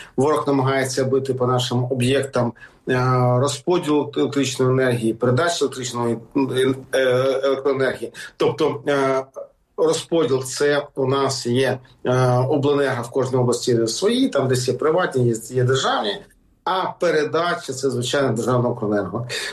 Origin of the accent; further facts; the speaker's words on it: Kharkiv Oblast, Ukraine; Якщо говорити про розподіл, це звичайно, це моя рідна Харківщина.